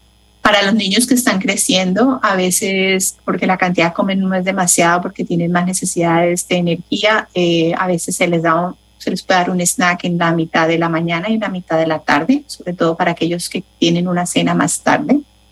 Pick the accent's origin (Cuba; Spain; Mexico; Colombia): Colombia; Yo soy de Colombia y también el almuerzo es más fuerte